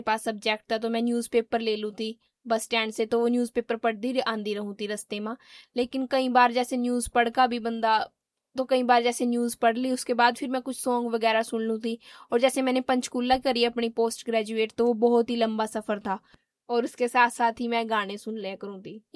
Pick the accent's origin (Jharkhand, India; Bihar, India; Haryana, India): Haryana, India; Fatehpur; और हम फतेहपुर गांव में रहा, और जो मेरी स्टडी है वो मैंने प्लस टू नगला स्कूल, जो मेरे गांव के थोड़ी दूर था, वहां से करी।